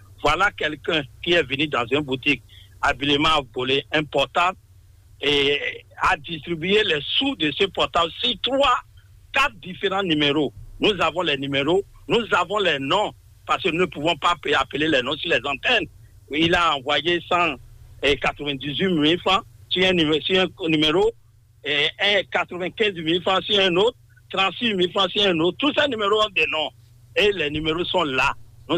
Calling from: Cotonou, Littoral, Benin; De Cotonou, Misebo, 5e arrondissement.

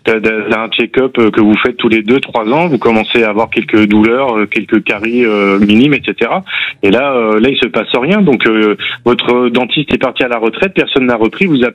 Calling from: Nouvelle-Aquitaine, France; Je suis en zone un peu plus rurale, voilà. Je suis à 1h15 de Périgueux

